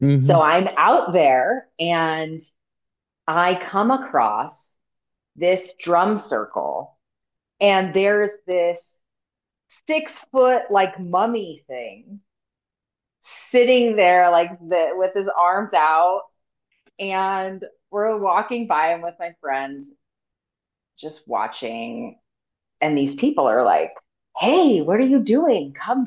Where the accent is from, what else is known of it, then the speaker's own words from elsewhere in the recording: Pacifica, California, United States; I'm from the Bay Area, right? I grew up in the Bay Area. I grew up in a little town called Pacifica, California.